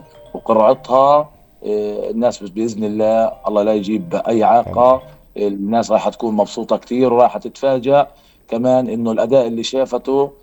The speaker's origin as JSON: {"language": "Arabic", "country": "Palestine", "said": "لنا كفلسطينيين"}